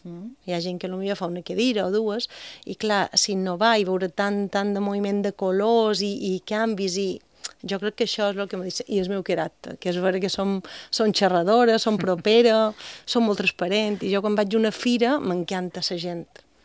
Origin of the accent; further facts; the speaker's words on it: Bunyola, Balearic Islands, Spain; la Fira de Bunyola, del meu poble, que és per Santa Catalina